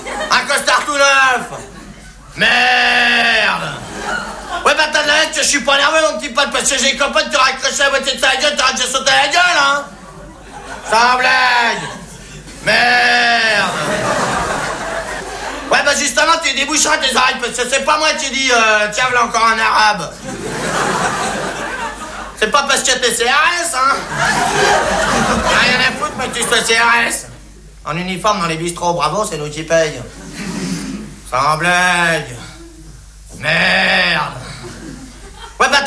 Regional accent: France

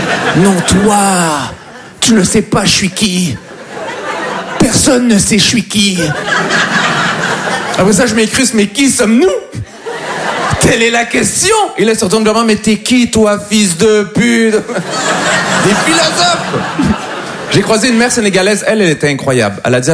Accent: Montreal, Quebec, Canada; moved away as an adult; now in Paris, France; je viens de Montréal.

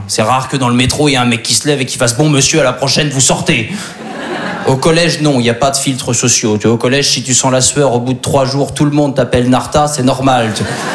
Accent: Normandy, France; Bah, comme il a dit … Alors moi je suis originaire de Basse-Normandie.

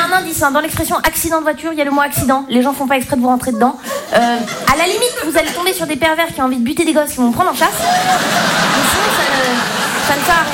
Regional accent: Switzerland; Moi je suis Suisse. Et moi, c'est bon. Et donc, comme je viens pas d'ici

